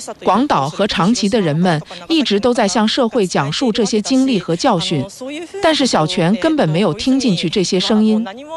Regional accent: Niigata, Japan; 我的家乡是新舄县，我家就在百崎一宇核电站附近。

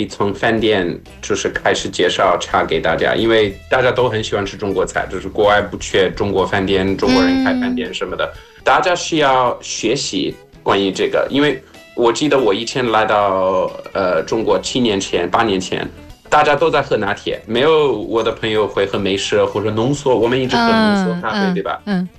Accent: South Africa; Chinese is a second language

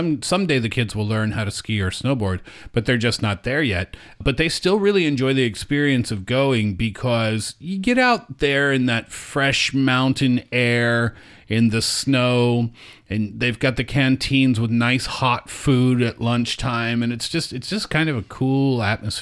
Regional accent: Canada; now in China; I'm Canadian

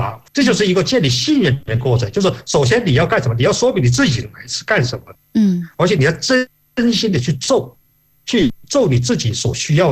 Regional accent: Guangxi, China; 他一看我是来自广西

